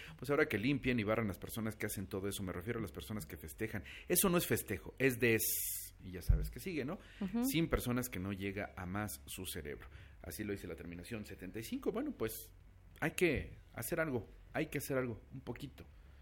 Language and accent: Spanish; Mexico; Lamentablemente creo que como mexicanos no sabemos ganar en el ámbito del respeto hacia los demás.